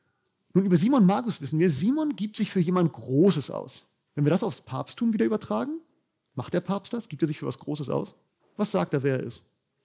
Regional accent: Bavaria, Germany; ich komme aus Bayern

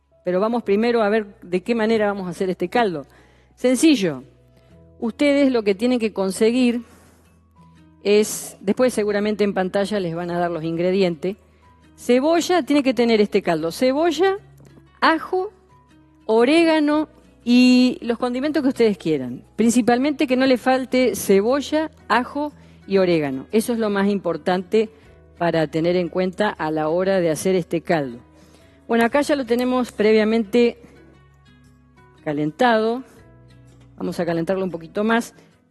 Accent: Argentina; moved away; yo que soy de Argentina, lo conozco de allí

